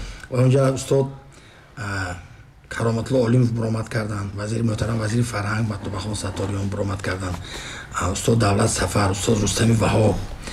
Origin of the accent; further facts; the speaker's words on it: Khorugh, Gorno-Badakhshan, Tajikistan; من همین خاروق هستم گفتم مادر من همین خاروق برای من … من بدخشانی هستم